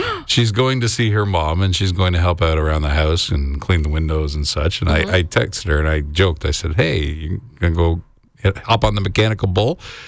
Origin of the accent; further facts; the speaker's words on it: Brampton, Ontario, Canada; all my years of growing up in Brampton and going to Toronto to clubs and such.